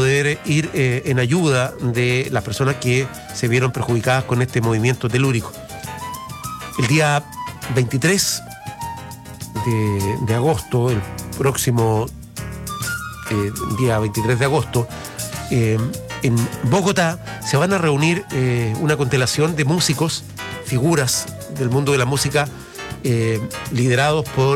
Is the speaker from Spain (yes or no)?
no; Chile; Tal vez para nosotros, como chilenos, no muy conocidos, pero en Centroamérica sí lo son.